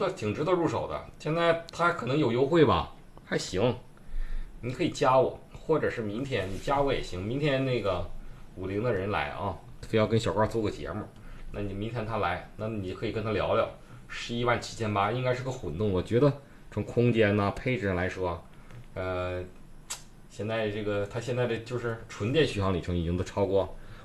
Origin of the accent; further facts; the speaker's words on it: Northeast China, China; 用我们东北话叫点儿正